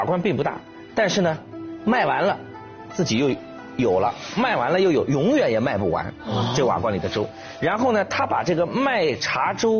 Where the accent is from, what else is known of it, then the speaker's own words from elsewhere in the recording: China; 我们中国人